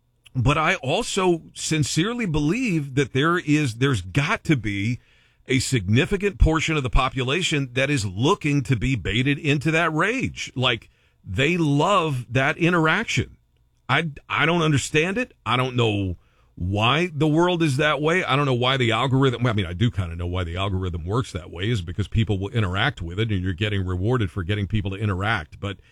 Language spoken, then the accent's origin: English; Oklahoma, United States; where I grew up in Oklahoma, where my dad lives in Oklahoma.